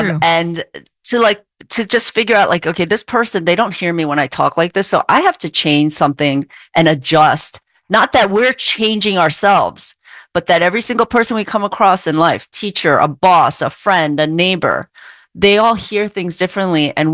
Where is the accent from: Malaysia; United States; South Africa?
United States; Philadelphia, Pennsylvania; I was a latchkey kid since I was 8 years old. Like I grew up in Philly, you know, and things like that.